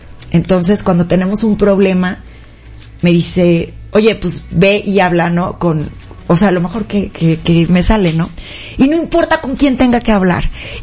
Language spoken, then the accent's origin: Spanish; Guadalajara, Jalisco, Mexico; Yo soy tapatía 100% y amo Guadalajara